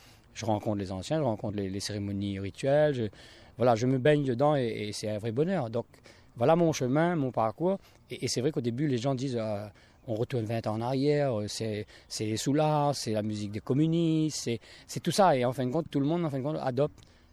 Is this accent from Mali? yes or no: no; Réunion